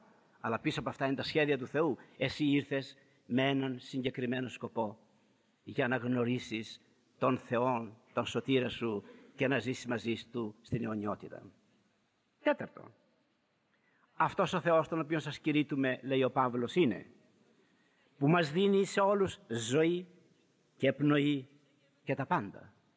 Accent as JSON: {"language": "Greek", "country": "Greece", "tie": "born there", "said": "Το ότι γεννηθήκαμε στην Ελλάδα δεν είναι και αυτό τυχαίο."}